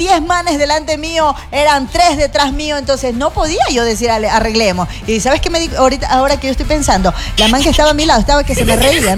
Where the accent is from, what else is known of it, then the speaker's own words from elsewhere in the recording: Guayaquil, Guayas, Ecuador; yo soy, claro, de Lambra, soy bien guayaca.